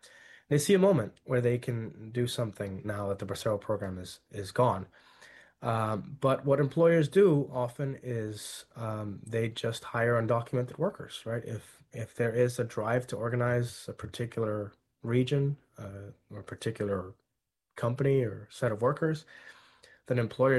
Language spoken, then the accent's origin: English; California, United States; I grew up in Central California, the home of the farm workers movement.